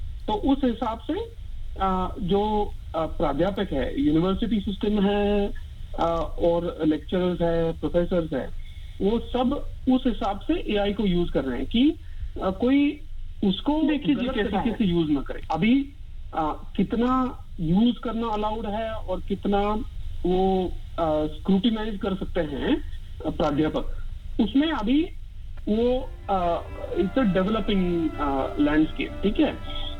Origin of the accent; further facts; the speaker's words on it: Pune, Maharashtra, India; moved away as an adult; now in Australia; मैं पुणे महाराष्ट्र से हूँ. 20 साल से ऑस्ट्रेलिया में रह रहा हूँ.